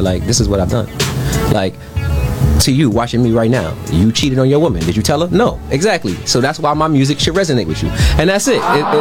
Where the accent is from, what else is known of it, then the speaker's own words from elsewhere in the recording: Brooklyn, New York, United States; I'm from Brooklyn, New York. Shout out to Brooklyn.